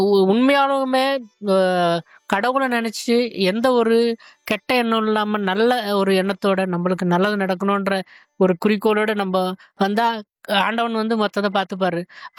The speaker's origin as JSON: {"language": "Tamil", "region": "Tamil Nadu", "country": "India", "moved": "yes", "lives_now": "Hyderabad, India", "said": "திருத்தணிமா, திருத்தணி வட்டம், கனகமாச்சித்திரம்."}